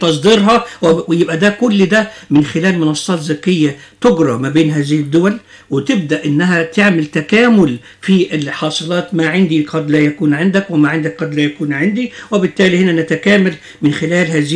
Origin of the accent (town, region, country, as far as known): Egypt